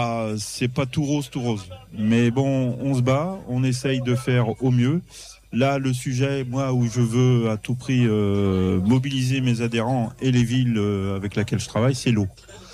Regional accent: Brittany, France; Enfin, moi, je connais bien puisque je suis de. On est posé des Côtes d'Armor.

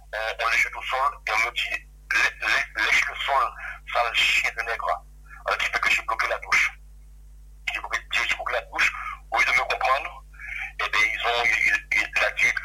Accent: Guadeloupe, France; moi je suis guadeloupéen et j'ai le mental.

